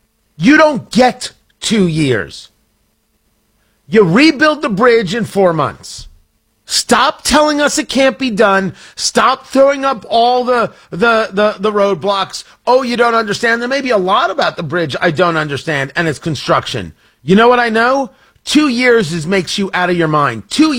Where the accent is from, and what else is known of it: Middletown, New Jersey, United States; born or raised there